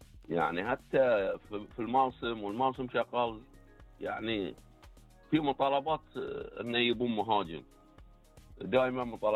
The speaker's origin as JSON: {"language": "Arabic", "country": "Bahrain"}